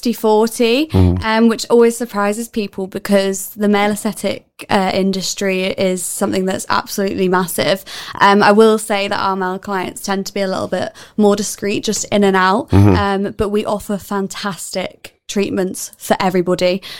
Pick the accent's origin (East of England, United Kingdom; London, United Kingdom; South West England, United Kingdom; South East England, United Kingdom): South West England, United Kingdom; moved away as an adult; now in Cheshire, United Kingdom; Born and bred in Cornwall